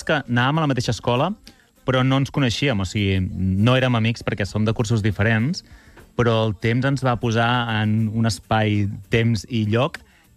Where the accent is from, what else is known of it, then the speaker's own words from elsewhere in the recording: Castelló d'Empúries, Catalonia, Spain; jo vaig néixer a Castelló, he voltat molt per tot l'Empordà a diferents llocs a l'hora de viure, però sempre anava a la mateixa escola, que era Castelló d'Empúries